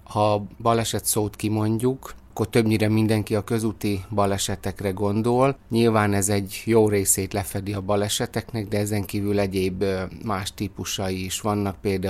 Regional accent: Szabolcs-Szatmár-Bereg, Hungary; Kis faluból származom, Szabolcs megyéből, onnan vezetett az utam ide a református kollégiumba

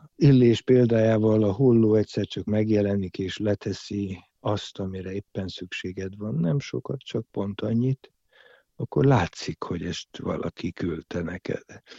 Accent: Dej, Cluj County, Romania; born or raised there

